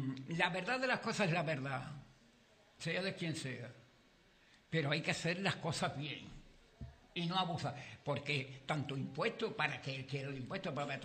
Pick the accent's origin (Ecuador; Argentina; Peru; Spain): Spain; Andalusia; Como buen andaluz que soy